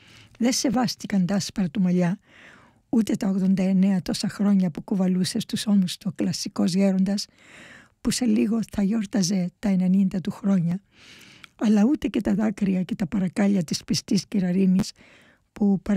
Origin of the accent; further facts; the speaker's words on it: Limassol, Limassol District, Cyprus; είμαστε από τη Λεμεσό και ερχόμαστε από τον Απόστολο Ανδρέα.